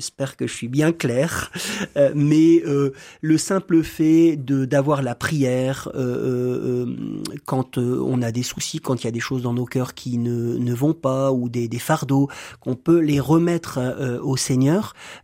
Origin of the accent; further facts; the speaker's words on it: Roubaix, Hauts-de-France, France; born there; Je suis né à Roubaix.